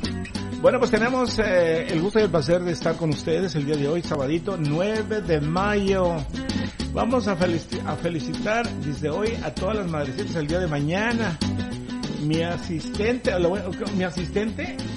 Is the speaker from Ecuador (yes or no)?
no; Mexico; now in United States; nosotros como mexicanos